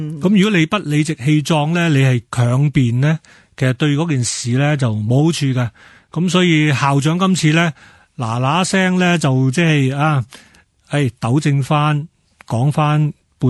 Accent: Hong Kong; first language Cantonese; 母语系我哋自己喺香港嘅一种身份认同啦，系咪讲广东话由小到大。

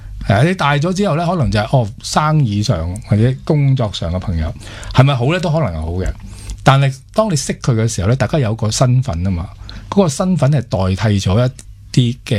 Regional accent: Hong Kong; 我哋中意喺市区生活，但系唔知点解我哋又要逃离嘅。咁呢啲系我。我哋香港人嘅啲習慣啦，

